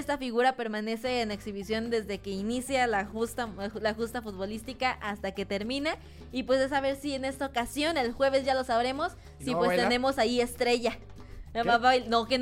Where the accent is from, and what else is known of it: Mexico